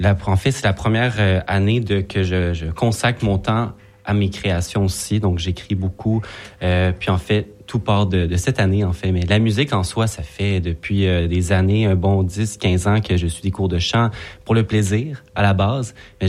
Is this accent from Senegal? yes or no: no; McMasterville, Quebec, Canada; moved away as an adult; now in Montreal, Canada; J'ai grandi sur la rive sud.